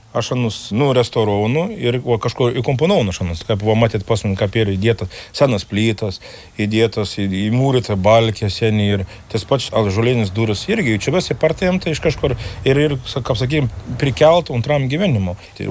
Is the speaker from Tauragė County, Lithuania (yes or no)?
no; Viekšniai, Telšiai County, Lithuania; esam Viekšnius, kadangi aš sakau, aš esu Viekšniškis ir aš kaip, nu, sakau visiems ir sakau, aš iš Viekšnių